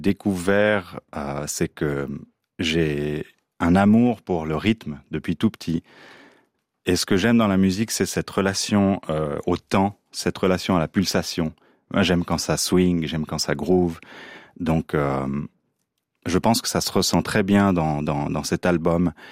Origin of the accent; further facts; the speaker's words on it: Chalais, Valais, Switzerland; En Valais, oui, voilà, c'est mon village natal.